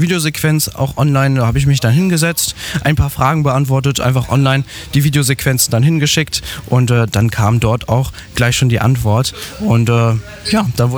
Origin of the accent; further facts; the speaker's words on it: Rostock, Mecklenburg-Vorpommern, Germany; born there; Ich komme aus Rostock.